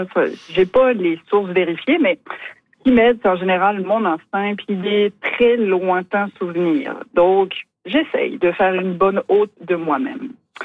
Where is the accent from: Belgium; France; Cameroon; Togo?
France; now in Carleton-sur-Mer, Canada; vous l'entendez dans mon accent, je ne suis pas forcément d'ici. Je suis, oui, habitante à Carleton-sur-Mer, mais je suis néo-gaspésienne. Et donc, ma famille, quand elle débarque de France, là, pour me voir, c'est difficile de dire non.